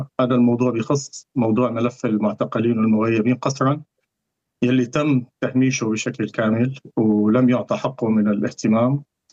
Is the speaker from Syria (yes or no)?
yes; Syria; أنا وعبد الرحمن رفضنا نترك الشعب السوري وحاولنا نعمل جهدنا كسوريين بمساعدة أهلنا النازحين المهجرين